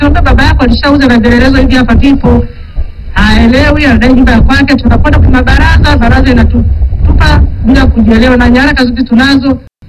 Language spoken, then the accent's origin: Swahili; Mbulu, Manyara, Tanzania; na sisi tumetoka wilaya ya Mbulu, tuna matatizo makubwa sana.